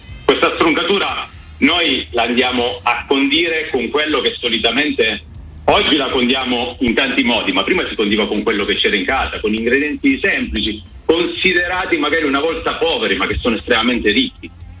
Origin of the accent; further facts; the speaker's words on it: Gioia Tauro, Calabria, Italy; io sono nato e cresciuto a Gioia Tauro, nella Piana, e quando penso alla mia Calabria, penso prima di tutto ai profumi